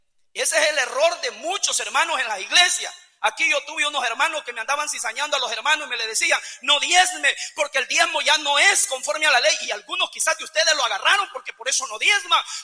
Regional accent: El Salvador; Nosotros nos distinguimos como salvadoreños

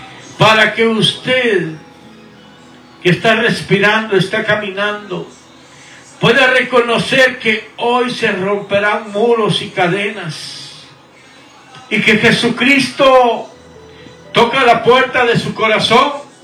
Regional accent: Guatemala; now in Houston, United States; mi tierra natal, Guatemala. … viviendo aquí en Houston, Texas, por ya 30 años pasaditos. Nacido en Guatemala

